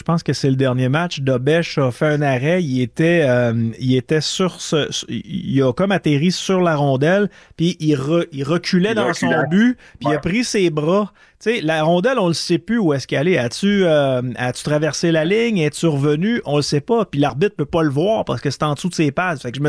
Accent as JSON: {"language": "French", "region": "Quebec", "country": "Canada", "said": "en tant que Québécois"}